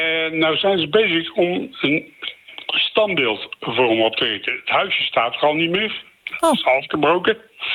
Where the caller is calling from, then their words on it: Tilburg, North Brabant, Netherlands; Ik kom uit Tilburg.